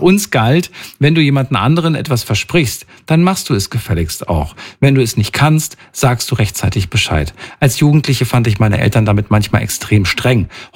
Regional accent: North Rhine-Westphalia, Germany; Ich komme aber auch aus NRW.

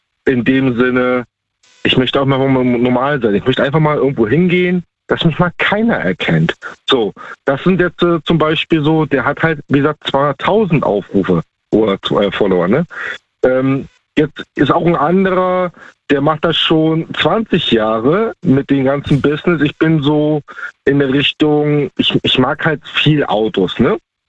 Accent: Baltic coast, Germany

